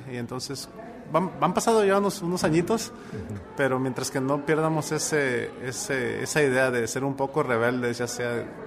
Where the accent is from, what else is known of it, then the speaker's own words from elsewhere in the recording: Veracruz, Mexico; now in Fresno, United States; yo soy de Veracruz, pero no crecí en un área que es exactamente del son